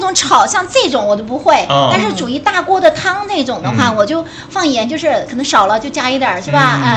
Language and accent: Chinese; Neijiang, Sichuan, China; now in Hainan, China; 我四川内江的。